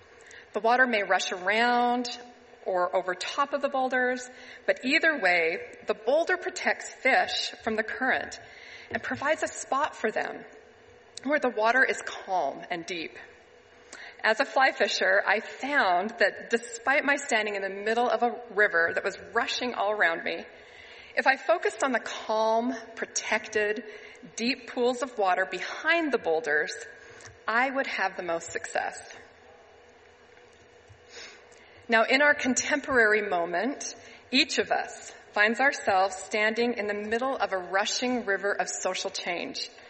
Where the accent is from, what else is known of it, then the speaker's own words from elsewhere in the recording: Alberta, Canada; also born or lived in Montana, United States; I grew up near Waterton National Park, Alberta, and Glacier National Park, Montana.